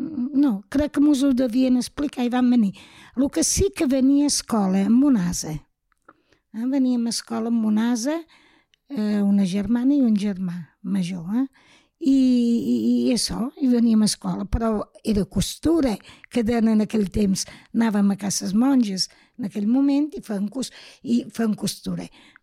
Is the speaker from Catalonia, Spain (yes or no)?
no; Ferreries, Balearic Islands, Spain; Jo vaig néixer a Ferreries, tot i que nosaltres, bueno, mon pare i ma mare, estaven a un lloc que es deia una foradada, o es diu una foradada, anant cap a migjorn.